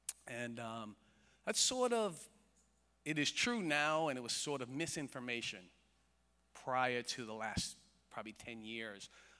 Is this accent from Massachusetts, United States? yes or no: yes; Boston, Massachusetts, United States; I'm one of nine children. I'm the middle of nine children. I'm sure that means something. And we're from Boston, Massachusetts.